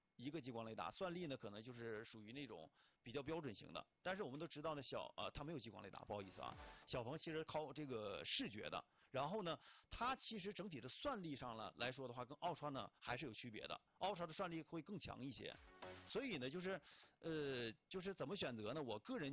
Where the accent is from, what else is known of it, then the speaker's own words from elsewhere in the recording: Northeast China, China; 作为东北人来说